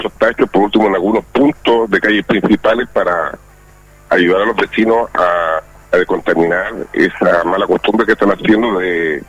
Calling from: Coronel, Biobío, Chile; Yo acá en Coronel no lo he visto.

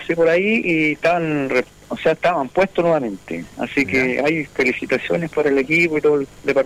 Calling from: Chile; De la Salvador Allende.

